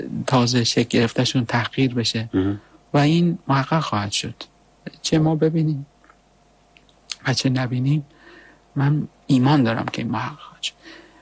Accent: Iran; مردمم، ایرانم، وطنم

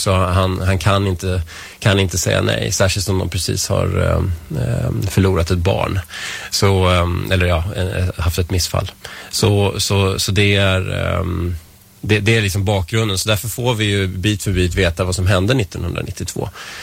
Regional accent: Vällingby, Stockholm County, Sweden; also born or lived in Strängnäs; now in Nacka, Sweden

